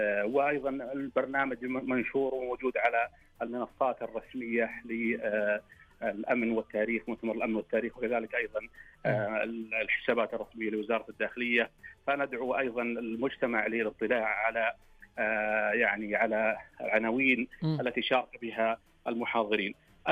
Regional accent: Saudi Arabia; في بلدنا المملكة العربية السعودية

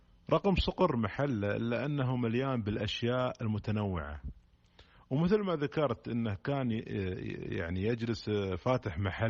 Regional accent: Al-Ahsa, Eastern Province, Saudi Arabia; طبعا الحبص اسم عائلة معروفة عندنا بالأحساء.

